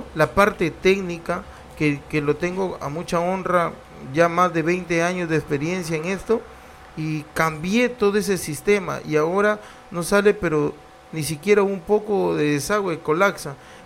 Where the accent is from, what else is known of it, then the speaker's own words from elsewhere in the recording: Peru; Somos tucumanos